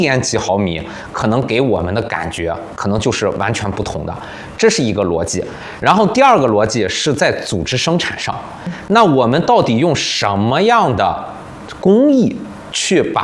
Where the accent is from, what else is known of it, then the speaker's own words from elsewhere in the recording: China; 我来自中国